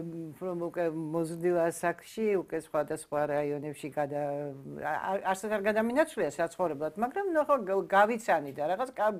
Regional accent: Tbilisi, Georgia; დაიბადე თბილისში. ვაკეში დაიბადე. დღემდე ვცხოვრობ იმავე ქუჩაზე, ყოთ იმავე სახლში არ ვცხოვრობ.

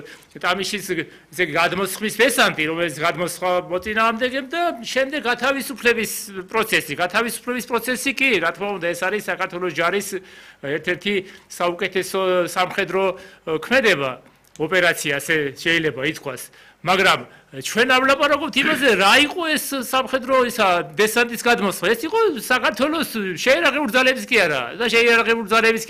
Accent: Western Georgia, Georgia; მე ხშირად ჩავდიოდი სპეციალურად იმიტომ რომ მე თვითონ დასავლეთიდან ვარ

